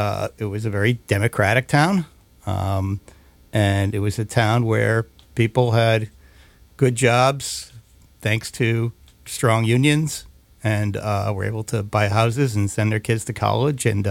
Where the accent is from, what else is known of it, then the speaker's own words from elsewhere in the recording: East Hartford, Connecticut, United States; moved away; Tony and I come from East Hartford, Connecticut. And East Hartford, when we were growing up, was a factory town.